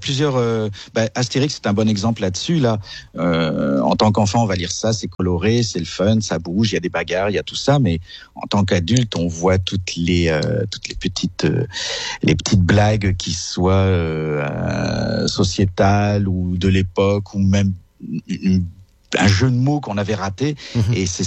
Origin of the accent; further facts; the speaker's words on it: France; moved away as an adult; now in Quebec, Canada; j'ai immigré au Québec, je suis français d'origine